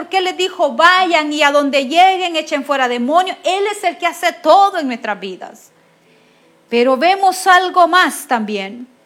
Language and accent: Spanish; El Salvador; si yo tuviera que hablarlo en buen salvadoreño